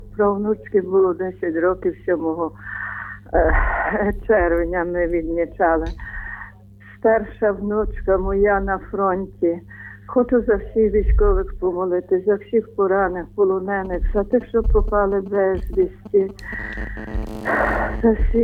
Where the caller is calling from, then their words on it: Lviv, Lviv Oblast, Ukraine; бо я зі Львова телефоную.